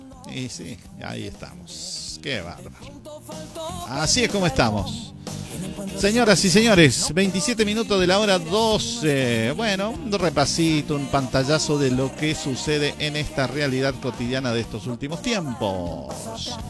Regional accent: Argentina; como buenos argentinos que somos

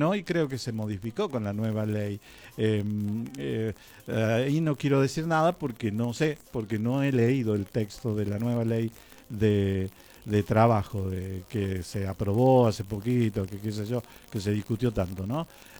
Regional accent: Argentina; Argentina, mi tierra querida, mi país.

